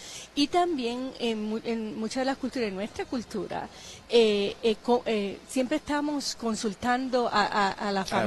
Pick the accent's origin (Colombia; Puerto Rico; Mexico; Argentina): Puerto Rico; Lares; Cuando fui a Estados Unidos por la primera vez, ¿no?, saliendo así del pueblito de Lares, ¿no?, que no había salido de Puerto Rico